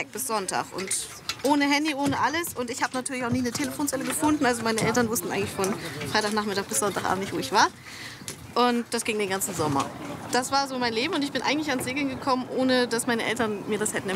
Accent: Finkenwerder, Hamburg, Germany; also ich bin in Finkenwerder zur Schule gegangen

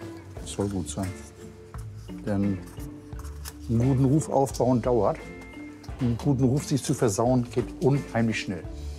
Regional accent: Amrum, Schleswig-Holstein, Germany; ich bin hier im Haus geboren. Das ist mein Elternhaus. Und ich wollte auf Amrum bleiben. Ich wollte nicht aufs Festland.

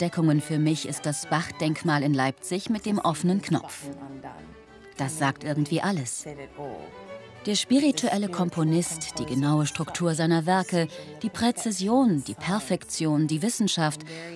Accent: Australia; Für mich als Australierin

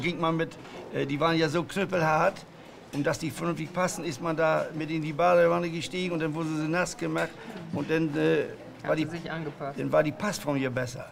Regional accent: Friesland, Lower Saxony, Germany; Ich komme aus Friesland.

